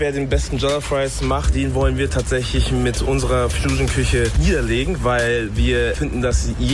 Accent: Nigeria; moved away; Ich komme zwar aus Nigeria

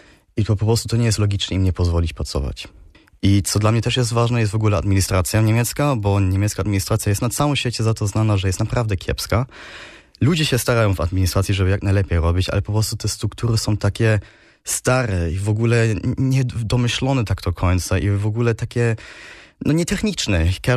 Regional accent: Berlin, Germany; się tutaj urodziłem w Berlinie i wychowywałem się tutaj w Berlinie i też działam politycznie w Berlinie

